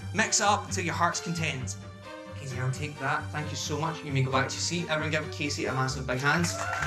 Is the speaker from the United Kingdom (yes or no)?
yes; Scotland, United Kingdom; as a Scottish magician